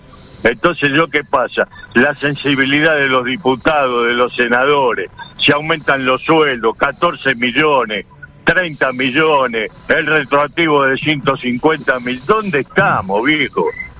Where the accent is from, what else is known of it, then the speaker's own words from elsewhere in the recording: Buenos Aires, Argentina; born there; nací en La Boca, barrio más humilde que ese, en un conventillo.